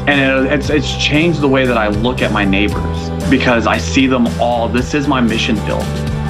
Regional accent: Fort Walton Beach, Florida, United States; I grew up in Fort Walton Beach, just outside of Eglin Air Force Base.

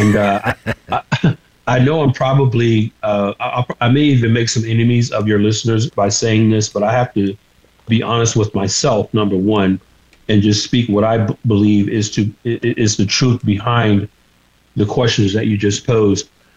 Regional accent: Georgia, United States; You have in Georgia, my home state

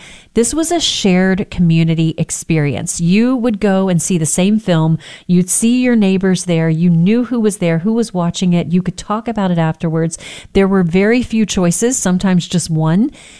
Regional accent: Texas, United States; I grew up in Texas.

